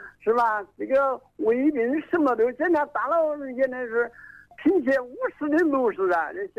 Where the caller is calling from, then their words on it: Zhongxiang, Hubei, China; 我是中乡市南湖六桥山的